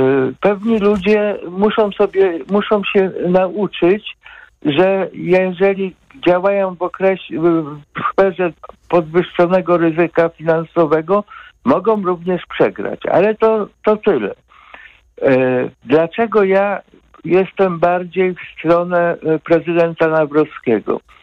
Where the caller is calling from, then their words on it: Katowice, Silesian Voivodeship, Poland; ja jestem z Katowic, czyli ze Śląska.